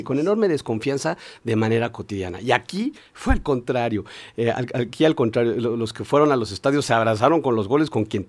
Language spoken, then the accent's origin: Spanish; Mexico; todos somos de Puebla, todos somos mexicanos